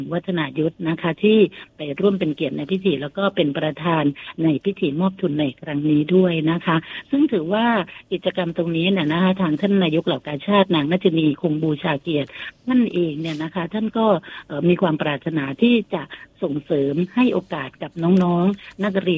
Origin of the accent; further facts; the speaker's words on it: Songkhla, Thailand; now in Phetchaburi, Thailand; พี่…เป็นคนคนใต้เนาะย้ายมาจากสงขลานี่แหละ